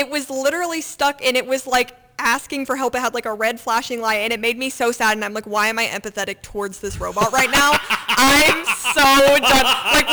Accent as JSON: {"language": "English", "region": "Illinois", "country": "United States", "said": "Illinois. Like, I am not Southern. You are just Northern."}